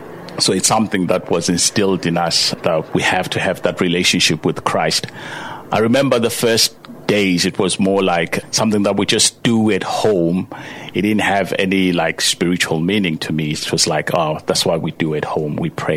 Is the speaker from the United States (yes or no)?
no; Bulawayo, Zimbabwe; Yeah, like I said, I was born in Bulawayo, born and bred there. So I grew up in a place called Makwekwe, quite a mouthful for you to say.